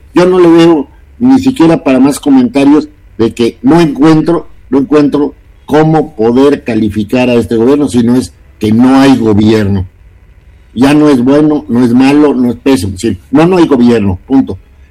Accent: Mexico; a mí me da tristeza como mexicano, porque a mi edad nunca había visto lo que estoy viendo actualmente.

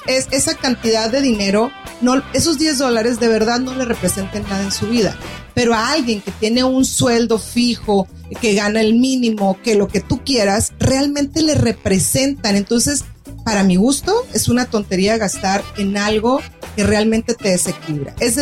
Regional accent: Mexico; moved away; soy mexicana y ranchera

